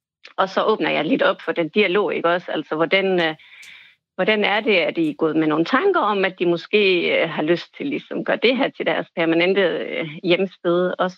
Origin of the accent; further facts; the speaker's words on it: Germany; Danish is a second language; moved away as an adult; now in Denmark; jeg var selv tysker, altså jeg var selv flyttet heroppe for 13 år siden